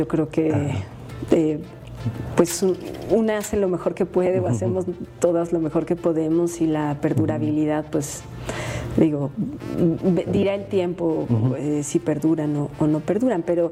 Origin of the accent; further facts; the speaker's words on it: Guanajuato, Mexico; nací en Guanajuato, pero crecí en la parte urbana, no crecí en la zona rural